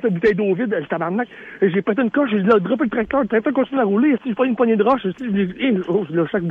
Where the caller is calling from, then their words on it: Valcartier, Quebec, Canada; Je suis à Valcartier.